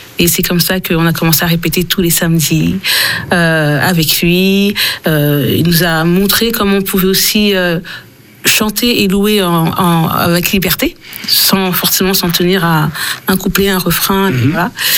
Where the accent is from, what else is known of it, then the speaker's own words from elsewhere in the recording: Haiti; Alors, moi, je suis haïtienne, et donc j'ai grandi dans la communauté haïtienne